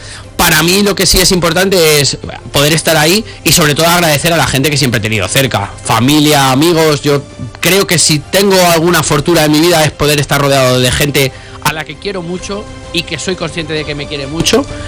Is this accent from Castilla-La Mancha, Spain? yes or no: yes; Castilla-La Mancha, Spain; soy manchego, que soy de La Mancha.